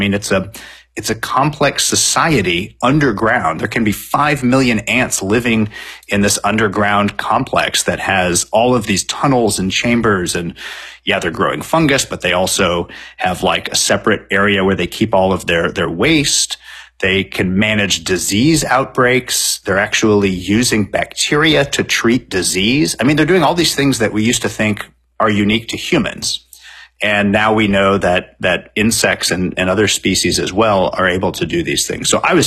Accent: Champaign-Urbana, Illinois, United States; born or raised there

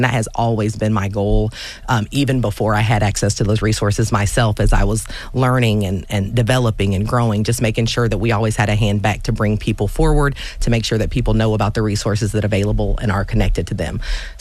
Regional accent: Danville, United States; one of my earliest memories growing up in Danville was an incident in which the police beat my father outside of our family home.

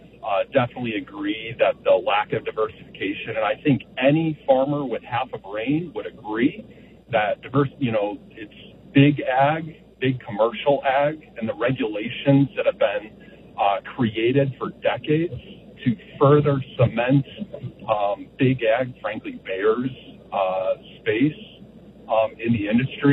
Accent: Chicago, Illinois, United States; I was born and raised in Wrigleyville in Chicago, married into a commodity farming family

